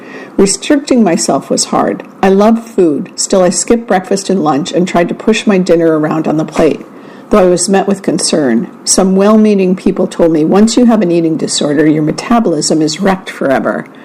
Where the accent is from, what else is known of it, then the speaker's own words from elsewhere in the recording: Roanoke, Virginia, United States; I grew up in Roanoke, Virginia, the second of four children.